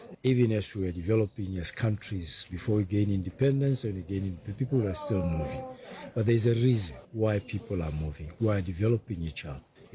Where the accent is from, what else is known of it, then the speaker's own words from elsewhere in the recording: Botswana; I come from Botswana. I've experienced that thing firsthand.